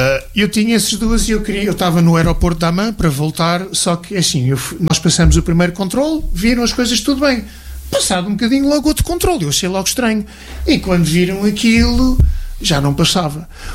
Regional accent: Portugal; Eu sou de Portugal, é o país do Cristiano Ronaldo

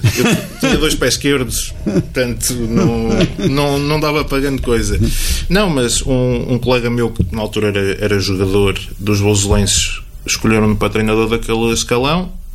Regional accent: Vozela, Viseu, Portugal; Cresci em Vozela, tenho os meus amigos em Vozela, tenho a família em Vozela.

